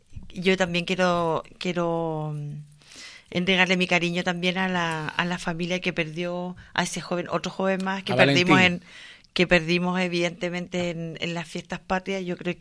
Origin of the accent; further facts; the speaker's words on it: Rosario, Santa Fe, Argentina; lo lamento infinitamente, yo también soy una rosarina.